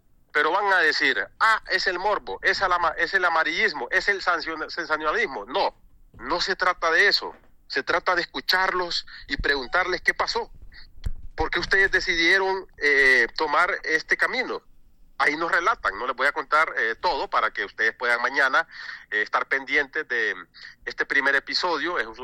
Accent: Honduras; Como sociedad hondureña nos perdona.

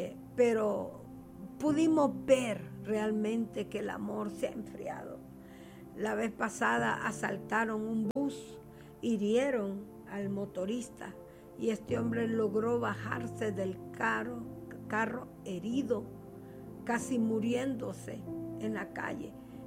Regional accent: Honduras; por nuestra condición como hondureños, como nación, como país.

